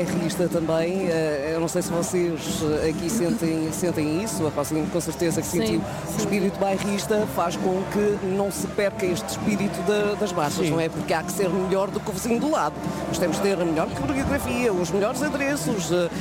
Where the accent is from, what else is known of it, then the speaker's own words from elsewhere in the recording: Madeira, Portugal; moved away; eu sou madeirense